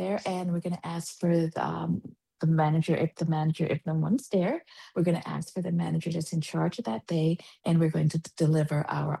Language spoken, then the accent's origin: English; Trinidad & Tobago; also born or lived in Guyana; Well, I was born in Guyana, and again, I grew up in Trinidad.